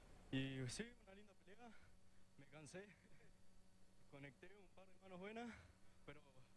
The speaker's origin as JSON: {"language": "Spanish", "town": "Junín de los Andes", "region": "Neuquén", "country": "Argentina", "said": "Soy de Junín de los Andes, tengo 18 años"}